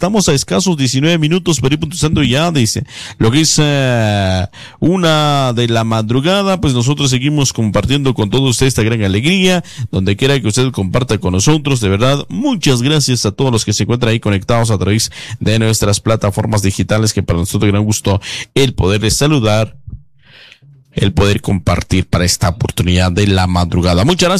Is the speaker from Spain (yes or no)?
no; Guatemala; como buenos guatemaltecos, como buenos chapines que somos.